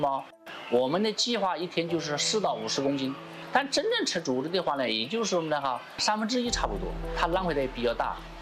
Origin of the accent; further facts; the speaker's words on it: Lianyungang, Jiangsu, China; moved away as an adult; now in Chongqing, China; 我老家是江苏连云港的，老家是农村的嘛，后来1999年考大学没有考起，后来这边重庆呢有亲戚在这边，所以就到重庆这边来打工。